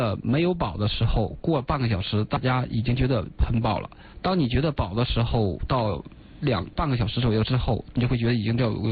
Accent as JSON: {"language": "Chinese", "region": "Northeast China", "country": "China"}